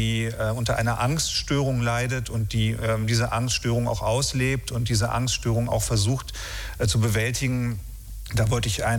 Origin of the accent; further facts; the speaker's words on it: North Rhine-Westphalia, Germany; also born or lived in Tönning; Also mit 6 bin ich sozusagen von meinen Eltern verschleppt worden ins Ruhrgebiet, weil mein Vater dort einen neuen Job bekommen hat. Bin also letztlich sozialisiert worden, dann doch im Großen und Ganzen im Ruhrgebiet.